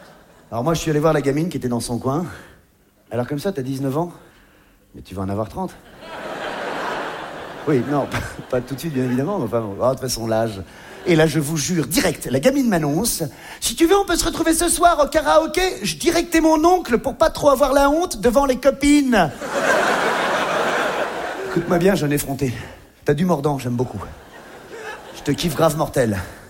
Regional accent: Grand-Quevilly, Normandy, France; Elle est rentrée chez elle à Châteauroux. Et moi, je suis rentré chez moi à Grand-Quevilly.

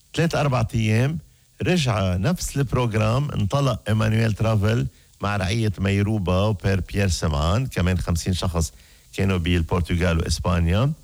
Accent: Egypt; now in Canada; أنا مصري عايش بكندا وبسمعكم دايما.

